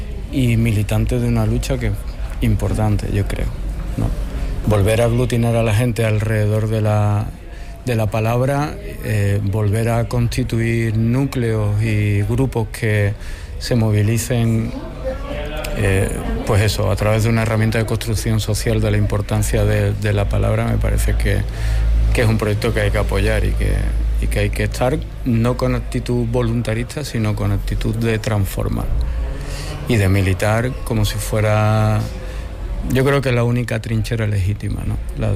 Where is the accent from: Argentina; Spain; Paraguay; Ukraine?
Spain; Andalusia; Y para nosotros como andaluza y como andaluces más.